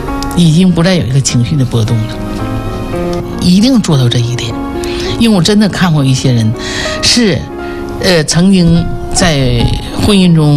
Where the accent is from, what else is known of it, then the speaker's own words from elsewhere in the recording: Jinzhou, Liaoning, China; accent: Northeastern (Dongbei); 我们东北人叫割了瓣哈，锦州人哈